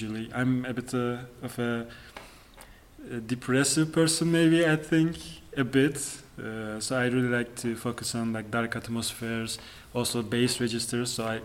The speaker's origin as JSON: {"language": "English", "region": "Istanbul", "country": "Turkey", "second_language": "English", "said": "I am 27 years old and I'm coming from Turkey. I'm from Istanbul."}